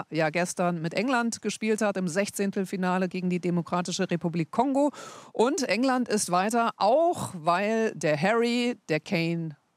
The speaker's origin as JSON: {"language": "German", "region": "North Sea coast", "country": "Germany", "tie": "born or raised there", "said": "Ich bin ja ein Kind der Nordsee, aufgewachsen mit Ebbe und Flut"}